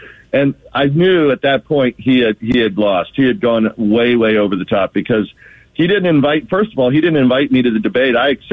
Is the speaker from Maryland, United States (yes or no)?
yes; Maryland, United States; I'm a Maryland first and last, a Marylander first and last. I'm an American first and last.